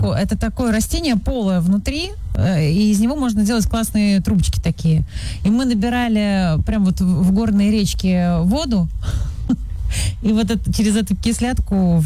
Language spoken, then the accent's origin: Russian; Chelyabinsk Oblast, Russia; А мы в детстве, знаешь, на Урале, я помню, в Уральских горах есть такое местечко под Миасом.